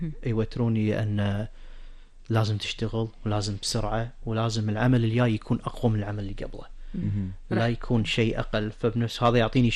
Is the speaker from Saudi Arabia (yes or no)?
no; Kuwait